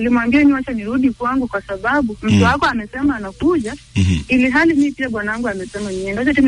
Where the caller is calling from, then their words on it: Vihiga County, Kenya; natoka Vihiga County.